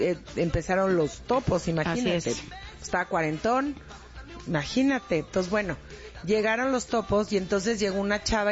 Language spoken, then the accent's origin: Spanish; Mexico City, Mexico; Yo crecí en las Lomas de Chapultepec, pero traigo mi barrio escondido.